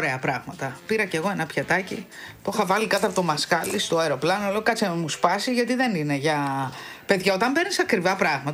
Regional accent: Greece; Ή εμείς ως Έλληνες τη βλέπουμε δικιά μας και τη θεωρούμε ωραία.

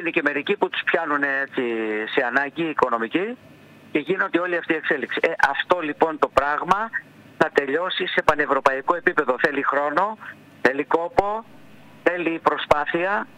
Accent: Samos, North Aegean, Greece; την ιδιαίτερη πατρίδα μου, τη Σάμο

